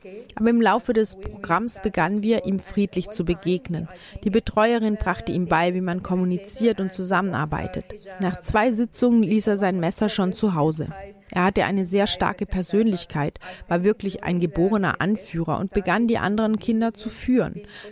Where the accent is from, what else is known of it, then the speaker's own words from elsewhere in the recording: Syria; German is a second language; Als Syrerin bin ich überall in Syrien gewesen